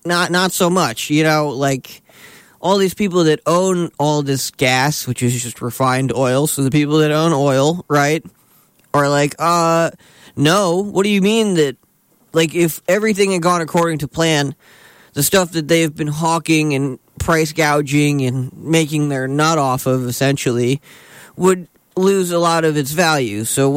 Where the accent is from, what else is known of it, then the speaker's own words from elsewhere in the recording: United States; as like an American, as a voter, and as someone that served this godforsaken country